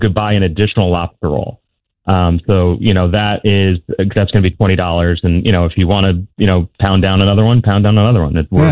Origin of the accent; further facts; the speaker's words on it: Hartford, Connecticut, United States; growing up in the Hartford area, I didn't really know about Guilford.